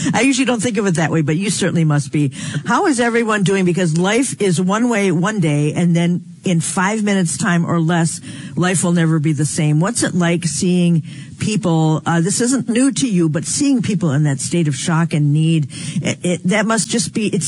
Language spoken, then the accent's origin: English; Appleton, Wisconsin, United States; We've had tornadoes in Appleton. I'm from Appleton.